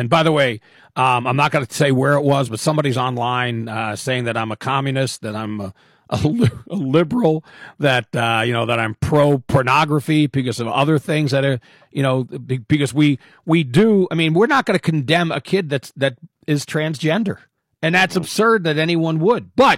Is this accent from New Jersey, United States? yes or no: yes; New Jersey, United States; Because I came from Jersey.